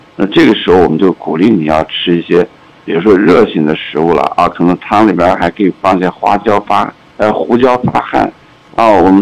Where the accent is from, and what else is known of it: Xinjiang, China